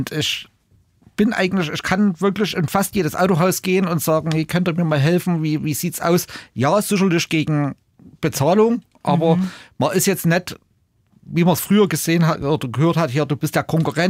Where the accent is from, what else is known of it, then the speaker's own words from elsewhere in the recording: Germany; Ich bin Deutscher